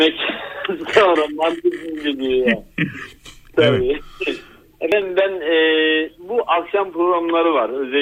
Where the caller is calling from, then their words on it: Istanbul, Turkey; İstanbul'dan arıyorum.